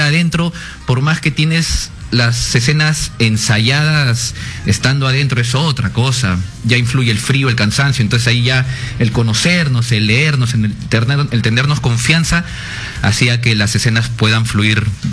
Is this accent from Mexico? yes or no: no; Peru; pero como peruano yo diría que aún más es mi orgullo y mi felicidad de formar parte de esta película.